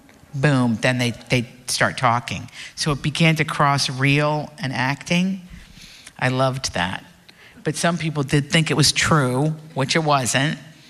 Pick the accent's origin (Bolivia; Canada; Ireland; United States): United States; Appalachia; I really believe in people. I'm from Appalachia. Even when people didn't like us, I found a way to like them, to communicate.